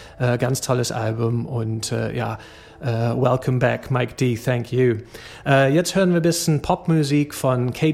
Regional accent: Scotland, United Kingdom; German is a second language; moved away; Ich bin in Schottland aufgewachsen

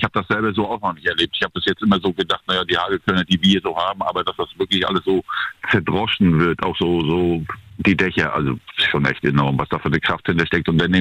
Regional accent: Zarrentin, Mecklenburg-Vorpommern, Germany; Ich selber bin ja aus Zarrentin nicht rausgekommen. Ich bin ja Zarrentiner, habe dann da die Einsatzleitung mitgemacht, weil es einfach nicht ging.

